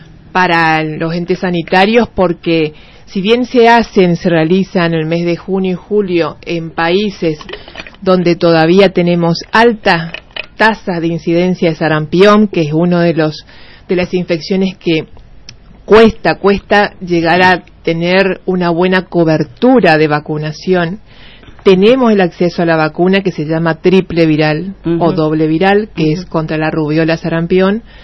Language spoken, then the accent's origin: Spanish; Argentina; nosotros como argentinos